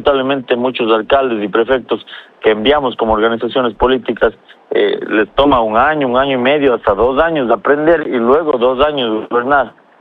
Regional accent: Ecuador; necesitamos justamente como sociedad ecuatoriana

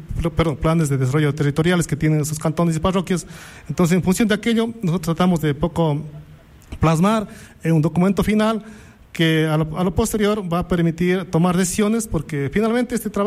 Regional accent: Saraguro, Loja, Ecuador; En Saraguro, pues, a pesar de ser mi tierra natal

